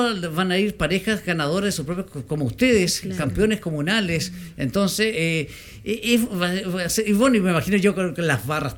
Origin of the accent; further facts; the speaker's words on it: Maule, Chile; Nosotros somos del Maule